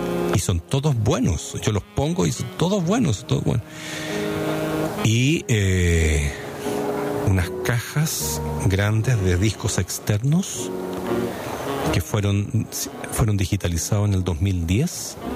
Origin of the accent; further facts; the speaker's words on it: Chile; moved away; Yo que soy un chileno que llevo acá 4 años, me lo regaló.